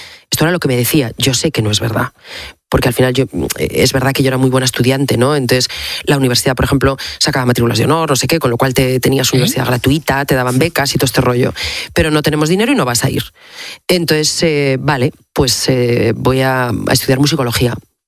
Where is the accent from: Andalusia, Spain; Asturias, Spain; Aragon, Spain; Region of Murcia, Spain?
Asturias, Spain; Salas; Asturias, hace 40 años, bueno, España, pero Asturias es que, hijo, ya teníamos el Huerna, no teníamos autovía.